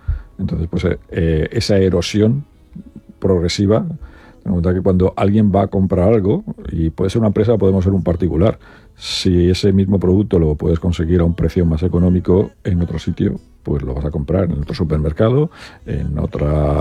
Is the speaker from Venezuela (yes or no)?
no; Elda, Valencian Community, Spain; somos muy de Elda